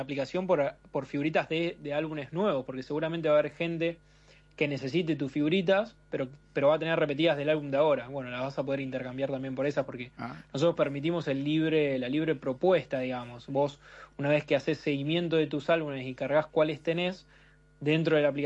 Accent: Rosario, Santa Fe, Argentina; yo soy de Rosario, el Parque Rivadavia me queda muy lejos, no puedo ir.

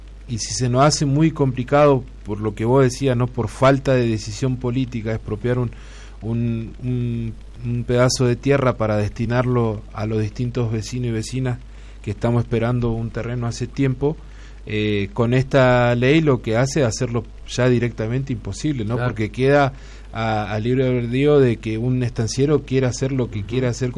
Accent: Junín, Argentina; los que somos nacidos y criados en Junín.

